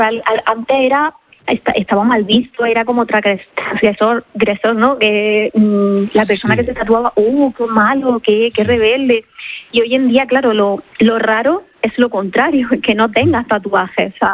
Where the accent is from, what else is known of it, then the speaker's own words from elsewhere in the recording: Almería, Andalusia, Spain; porque bueno, soy de Almería, aunque llevo muchísimos años aquí, y el mar siempre me ha llamado mucho.